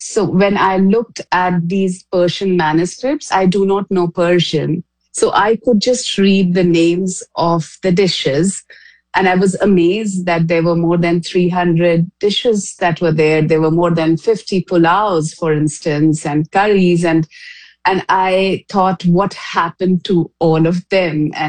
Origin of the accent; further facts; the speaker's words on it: Rampur, Uttar Pradesh, India; my hometown, Rampur, which is about 200 kilometers from Delhi.